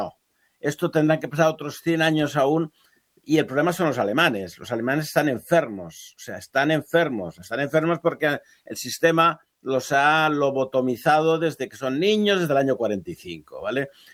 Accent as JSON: {"language": "Spanish", "country": "Spain", "said": "Tú vas a las librerías anticuarias y si dices, bueno, es que soy español, me interesa el tema, es cuando te abren el cuarto oscuro abajo."}